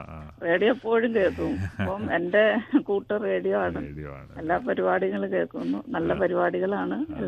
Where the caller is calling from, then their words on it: Pampakuda, Kerala, India; ഞാൻ പാമ്പാക്കുടയിൽ നിന്ന് വിളിക്കുന്നു. പാമ്പാക്കുട എറണാകുളം ജില്ലയിൽ തന്നെയാണ്.